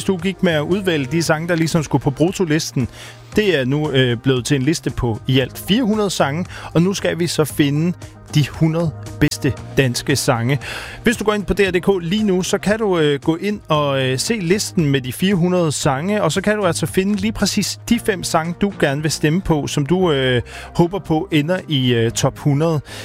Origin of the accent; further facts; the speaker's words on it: Kolding, Region of Southern Denmark, Denmark; som Kolding-dreng, så skal jeg jo have noget lokalt på listen også.